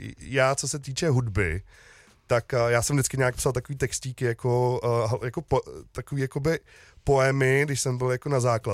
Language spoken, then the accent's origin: Czech; České Budějovice, South Bohemian Region, Czechia; also born or lived in New Zealand / Indonesia; now in Prague, Czechia; Já jsem původně z Budějc, teď jsem Pražák, už asi 6 let